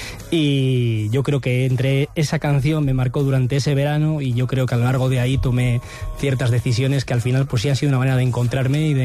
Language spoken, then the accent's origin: Spanish; Palencia, Castile and León, Spain; Yo soy de San Juanillo, toda la vida he vivido allí hasta que me fui a estudiar fuera de Palencia a la universidad. Estudié en el Sofía Tartilán, tanto infantil como primaria. Luego estudié la ESO en el Victorio Macho, después bachillerato en la Tejera